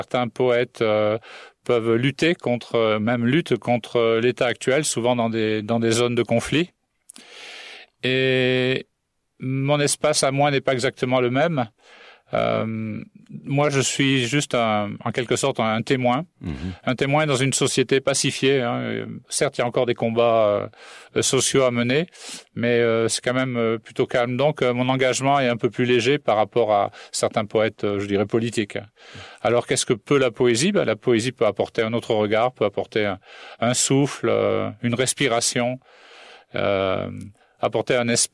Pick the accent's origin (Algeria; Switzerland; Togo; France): France; Southern France; moved away as an adult; also born or lived in Paris, France / Nova Scotia, Canada / Greenfield Park, Quebec, Canada; now in Saint-Hubert, Canada; je suis né en France. Je suis né à Paris, j'ai grandi dans le sud de la France. Okay. Donc, ça m'a marqué. Et puis après, on est allé dans l'ouest de la France. Et je suis allé, en 98, j'ai émigré en Nouvelle-Écosse. Mmh. J'y suis resté 13 ans.